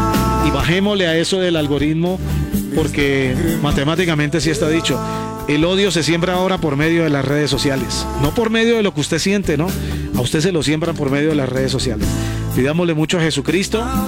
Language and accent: Spanish; Colombia; Referenciemos lo nuestro como colombianos